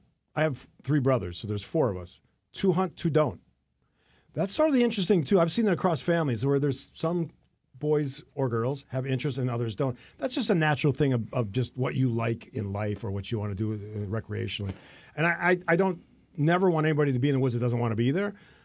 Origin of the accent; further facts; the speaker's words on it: Cudahy, Wisconsin, United States; him growing up in Cudahy, as did I.